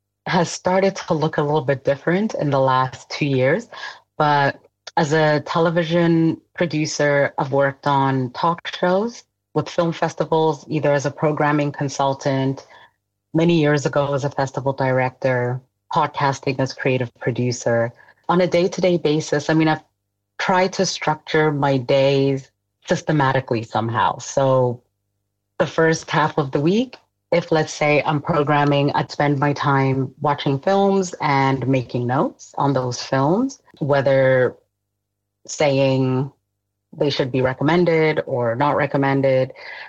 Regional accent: South Africa; also born or lived in East Germany / Zambia / Iraq / Canada; I am a South African who was born in East Germany, a country that doesn't exist anymore. And I grew up across Zambia, Iraq, Canada, and here in South Africa.

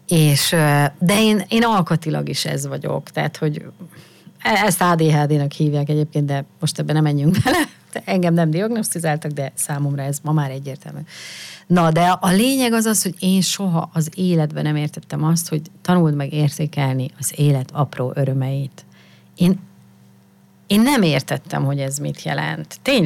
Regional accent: Miskolc, Borsod-Abaúj-Zemplén, Hungary; now in Budapest, Hungary; én Miskolcról származom, ugye Észak-Kelet-Magyarország, nagyon pici hely, és én már gyerekkoromban is azt éreztem, mivel sok falusi rokonunk, vagy hát a rokonaink mind falukból, különböző falvakból származtak a környékről, hogy én nem is kisvárosi lány vagyok, én falusi lány vagyok.

